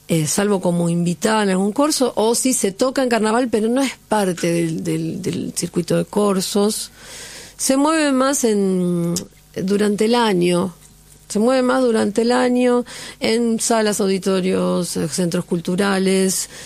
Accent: Pontevedra, Buenos Aires Province, Argentina; moved away as an adult; now in Buenos Aires, Argentina; soy de Pontevedra.

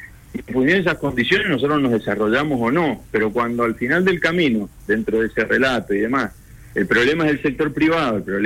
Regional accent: Argentina; now in Cuyo, Argentina; soy el representante de la Unión Industrial Argentina acá en Cuyo

